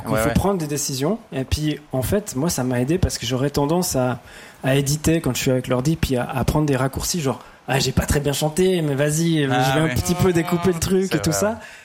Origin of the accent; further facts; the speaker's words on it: Fribourg, Switzerland; Moi, comme je viens de Fribourg, j'ai la chance de collaborer avec une sorte de fonds de soutien pour des jeunes artistes